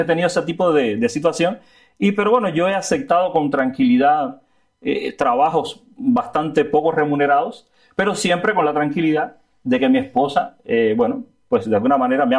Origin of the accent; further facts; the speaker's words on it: Cuba; now in Spain; los españoles son ustedes, o sea, tú, mi hija, son los españoles, yo soy cubano. Entonces, como yo soy cubano